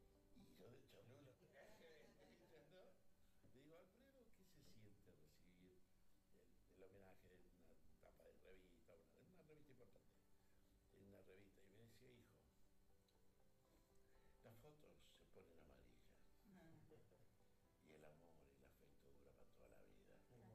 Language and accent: Spanish; Salta, Argentina; Yo soy salteño.